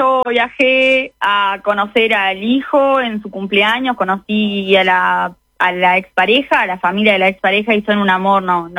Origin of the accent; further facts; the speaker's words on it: Maldonado, Uruguay; Mismo en de acá, yo soy de Maldonado, nos conocemos acá